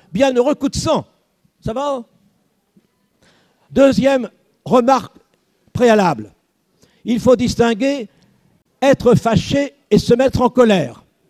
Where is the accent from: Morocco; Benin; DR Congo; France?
France; Valenciennes, Hauts-de-France; born or raised there